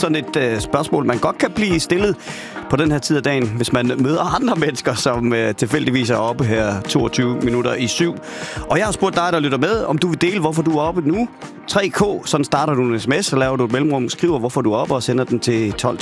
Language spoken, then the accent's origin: Danish; Blåvand, Region of Southern Denmark, Denmark; Blåvand er jo min hjemstavn